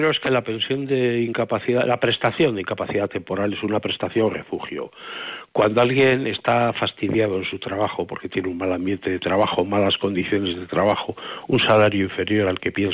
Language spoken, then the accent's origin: Spanish; Burgos, Castile and León, Spain; Yo soy de Burgos, recuerdo aquello que contaban del Cid